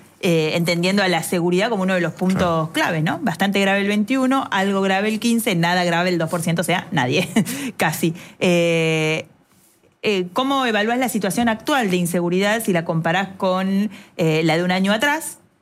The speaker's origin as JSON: {"language": "Spanish", "town": "La Dulce", "region": "Buenos Aires Province", "country": "Argentina", "said": "Yo soy de La Dulce, un pueblito cerca de Necochea. Pasé muchos veranos en Mar del Plata, muchas vacaciones de invierno en Mar del Plata durante toda mi infancia, adolescencia, porque tenía mis tías, mis abuelas."}